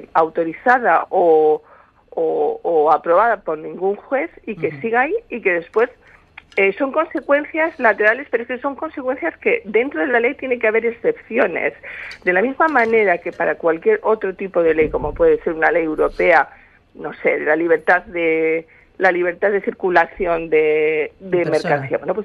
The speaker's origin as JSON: {"language": "Spanish", "town": "Charco del Palo", "region": "Canary Islands", "country": "Spain", "said": "Yo soy gente del Charco del Palo que se pasa por allí, pasea por la costa"}